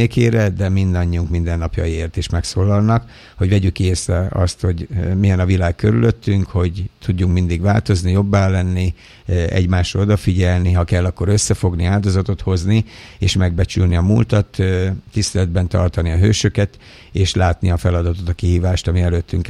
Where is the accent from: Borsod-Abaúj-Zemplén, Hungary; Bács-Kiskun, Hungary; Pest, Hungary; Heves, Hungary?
Pest, Hungary; Dabas; ez a közösség, ahová én születtem, és ahol felnőttem, ahol gyakorlatilag az életemet leéltem